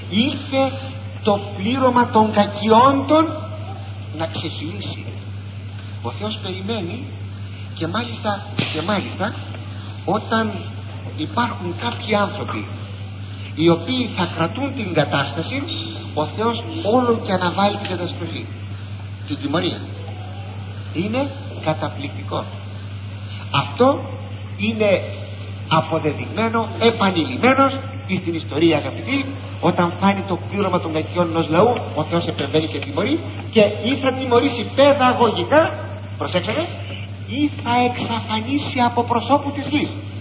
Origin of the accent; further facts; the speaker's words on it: Greece; Ας προσέχουμε, εμείς σαν Έλληνες, ας προσέχουμε.